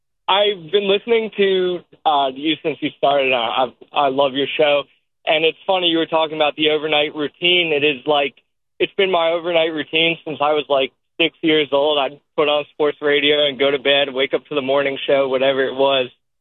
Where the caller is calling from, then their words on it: Point Pleasant, Pennsylvania, United States; I'm actually from Point Pleasant, Pennsylvania.